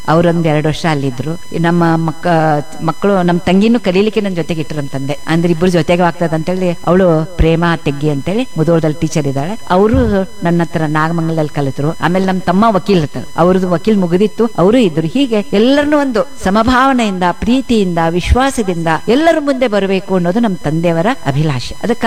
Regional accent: Lokapur, Karnataka, India; moved away as an adult; also born or lived in Mysore / Nagamangala; ವರ್ಷಕ್ಕೊಂದೆರಡು ಸಲ ಬೆಳಗಾವಿಗೆ ಲೋಕಾಪುರಕ್ಕೆ ಬರ್ತಾ ಇದ್ದೆ.

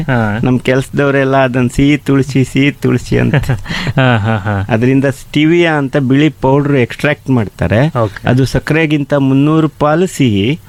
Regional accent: Ripponpet, Karnataka, India; ನಮ್ಮೂರು ಅಪ್ಪೆಮಿಡಿಗೆ ಮಾರ್ಕೆಟ್ಟು ಕರ್ನಾಟಕದಲ್ಲಿ ಮೊದಲಿಂದ, ಯಾಕಂದ್ರೆ ಅಲ್ಲಿ ತುಂಬ ನದಿಗಳಿದೆ, ಉದಾಹರಣೆಗೆ ಕುಮುದ್ವತಿ, ಶರಾವತಿ ಉಪನದಿಗಳು ಹಲವಾರಿದೆ ಅಲ್ಲಿ

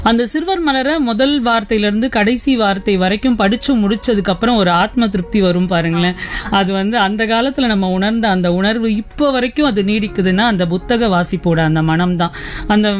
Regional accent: Chennai, Tamil Nadu, India; நாங்கள் சென்னையில் தான் பிறந்து வளர்ந்தது, படித்தது எல்லாமே.

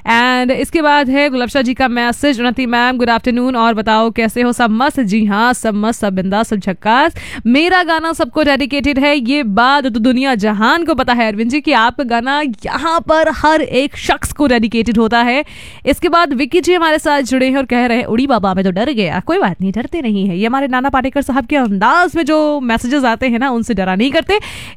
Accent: Gonda, Uttar Pradesh, India; मैं तो गोंडा से हूं।

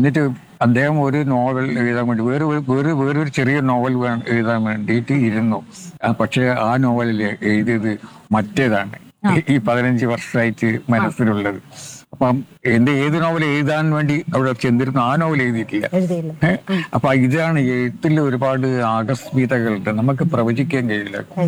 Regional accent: Mahe, Puducherry, India; മയ്യഴി എൻ്റെ ഉള്ളിലുണ്ട്, ഞാൻ മയ്യഴിക്കാരനാണ്, അത് ഞാൻ ഒരിക്കലും മറക്കില്ല. ഇപ്പൊ എവിടെ പോയാലും തിരിച്ചു വരാൻ ഒരു സ്ഥലം വേണം, അത് മയ്യഴിയാണ്. അവിടെ ഞാൻ തിരിച്ചെത്തും, എത്ര എത്ര ദൂരെ പോയാലും എത്ര വലിയ യാത്രകൾ നടത്തിയാലും ഞാൻ നിലനിൽക്കുന്നത് അവിടെയാണ്, മയ്യഴിയിലാണ്.

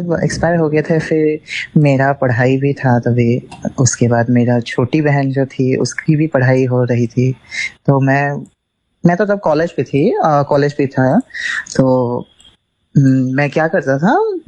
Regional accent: Jorhat, Assam, India; मैं जोरहाट से हूँ।

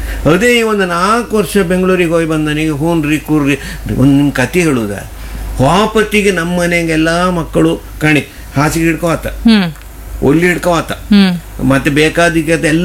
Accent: Kundapura, Karnataka, India; accent: Kundapura Kannada; moved away; ನಾನು ಕುಂದಾಪುರದ ಅಂತೇಳಿ ಅವ್ರು ನಾನು ಕನ್ನಡದಲ್ಲೇ ಮಾತಾಡೋದು ಶುರು ಮಾಡ್ರು.

